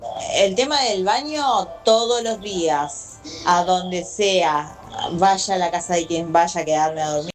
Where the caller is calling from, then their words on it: Monte Grande, Buenos Aires Province, Argentina; de Monte Grande